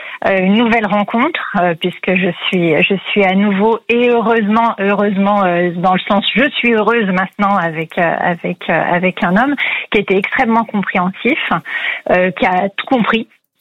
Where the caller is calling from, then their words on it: Rouen, Normandy, France; De Rouen.